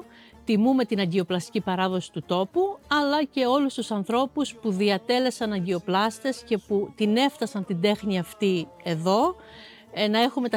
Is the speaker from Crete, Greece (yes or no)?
yes; Thrapsano, Crete, Greece